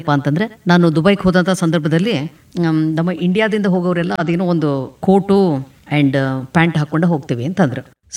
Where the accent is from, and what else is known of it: Shiggaon, Karnataka, India; born or raised there